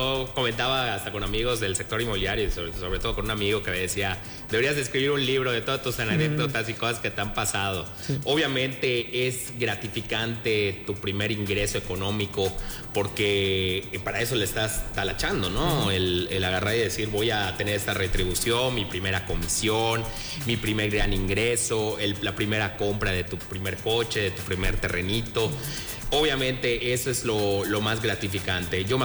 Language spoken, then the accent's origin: Spanish; Yucatán, Mexico; soy yucateco de muchas generaciones atrás.